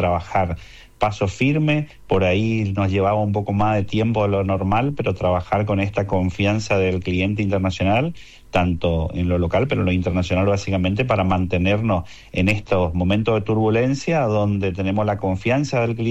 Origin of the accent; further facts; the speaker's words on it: Argentina; la cultura de trabajo que tenemos los argentinos y lo creativo que somos los argentinos